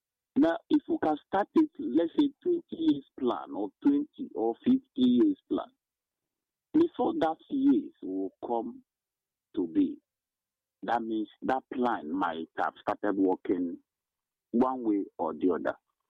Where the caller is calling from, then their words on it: Nigeria; I'm calling from Okwavinugo, the Nozowani local room.